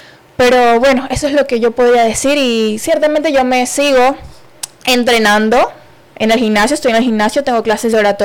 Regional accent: Manta, Manabí, Ecuador; aquí a Manabí, a Manta, que para ser la alegría de mi pueblo y de mi gente.

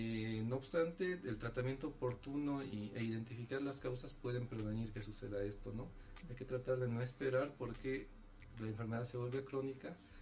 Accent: La Paz, Bolivia; Hay que ser solidarios como bolivianos, como paceños.

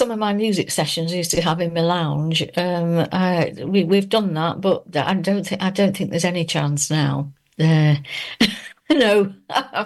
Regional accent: Leicester, East Midlands, United Kingdom; I lived on the Narborough Road.

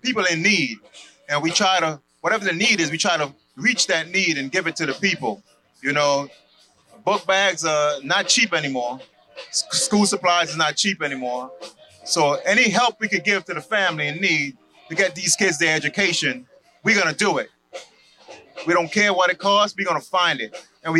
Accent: New York City, New York, United States; moved away; I'm from up north.

